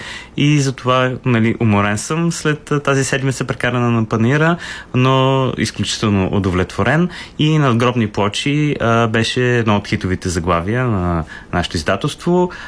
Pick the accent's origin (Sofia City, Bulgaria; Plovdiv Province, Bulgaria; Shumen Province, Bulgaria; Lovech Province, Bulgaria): Sofia City, Bulgaria; Sofia; born there; moved away as an adult; аз, понеже съм квартален плъх, аз съм живял 39 години в Дружба 2